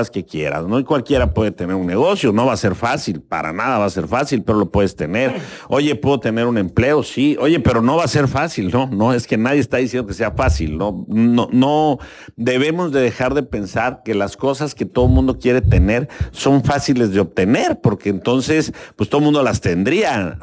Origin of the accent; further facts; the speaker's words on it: Tapachula, Chiapas, Mexico; yo soy de Tapachula, ¿no? Aquí nací